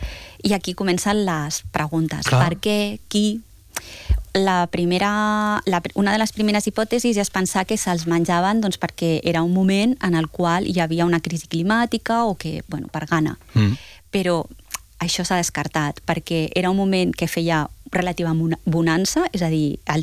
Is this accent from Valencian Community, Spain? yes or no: no; Tarragona, Catalonia, Spain; Jo soc de Tarragona